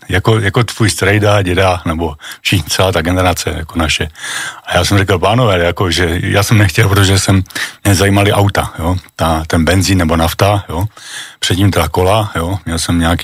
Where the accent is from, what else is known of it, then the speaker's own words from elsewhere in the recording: Olomouc, Olomouc Region, Czechia; moved away as an adult; also born or lived in Dluhonice, Přerov / Brno / Kopřivnice; A my jsme bydleli 18 let potom v paneláku v Olomouci. Chodil jsem na čajkárnu, na základní školu Čajkovského v Olomouci na Nové ulici. A potom jsem chodil na Gimpl, na Hejčín.